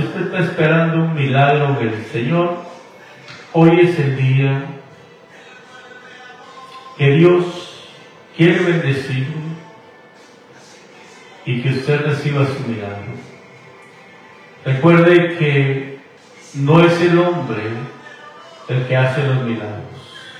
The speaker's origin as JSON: {"language": "Spanish", "country": "Guatemala", "tie": "born or raised there", "moved": "yes", "lives_now": "United States", "said": "nacido en Guatemala, viviendo aquí en Estados Unidos"}